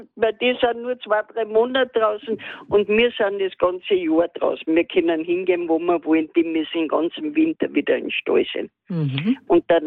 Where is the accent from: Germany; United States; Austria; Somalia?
Austria; Carinthia; Also bin ich Kärntnerin.